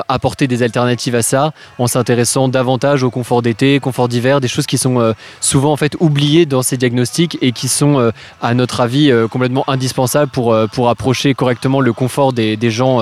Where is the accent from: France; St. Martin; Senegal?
France; Grand Est; moved away as an adult; de base, je viens de Champagne, de Haute-Marne. Mais j'ai fait mes études dans une école d'architecture à Paris, où je suis encore étudiant. Et je suis venu à Méricourt